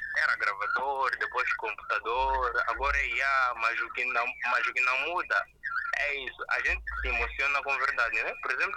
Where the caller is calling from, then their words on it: Nampula, Mozambique; Sou de Nampula.